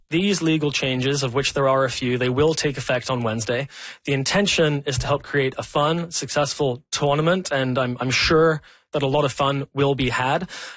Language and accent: English; England, United Kingdom; You know, being born and raised in England, I would say I never had a choice.